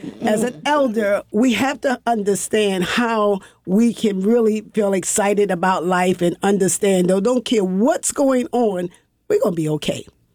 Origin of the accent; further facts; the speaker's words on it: Baltimore, Maryland, United States; So I grew up here in Baltimore, 10 children, but my mother actually grew up in North Carolina, and she was only one of two, right?